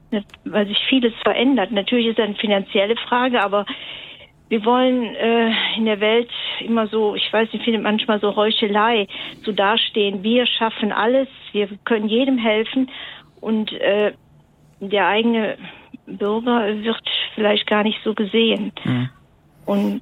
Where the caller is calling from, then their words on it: North Rhine-Westphalia, Germany; ich bin jetzt keine gebürtige Sauerländerin, muss ich sagen. Ich meine, obwohl ich früher viel im Sauerland mit dem Fahrrad unterwegs war, aber ich bin halt notgedrungen hier gelandet.